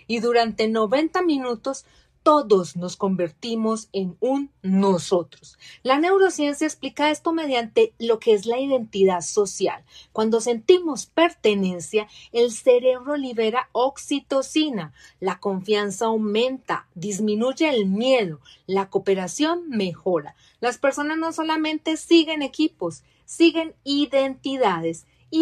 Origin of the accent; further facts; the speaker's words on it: Colombia; born there; saben que soy de Colombia, es mi país de nacimiento